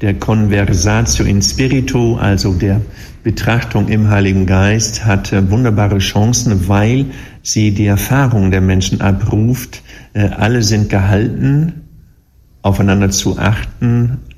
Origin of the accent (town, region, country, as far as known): Germany